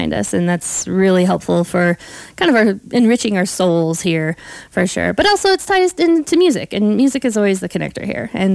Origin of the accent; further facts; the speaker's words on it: Grand County, Colorado, United States; I'm actually from Grand County.